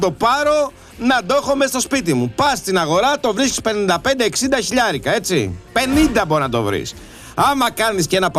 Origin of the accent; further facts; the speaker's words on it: Greece; σαν Έλληνας